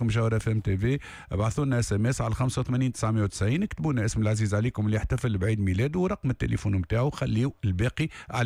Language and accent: Arabic; El Mourouj, Ben Arous, Tunisia; حتى بنت حومتي في المروج تستاهل